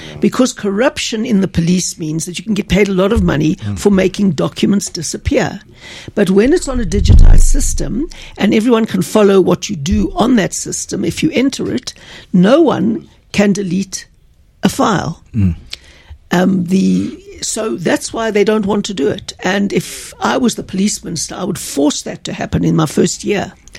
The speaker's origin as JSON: {"language": "English", "town": "Johannesburg", "region": "Gauteng", "country": "South Africa", "tie": "born there", "said": "I was born in Hillbrow. My granny lived in Hillbrow till she died in a place called Mimosa Court."}